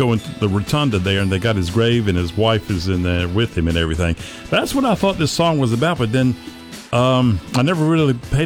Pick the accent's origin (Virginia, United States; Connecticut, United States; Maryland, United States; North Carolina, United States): Virginia, United States; Norfolk; I'm from Norfolk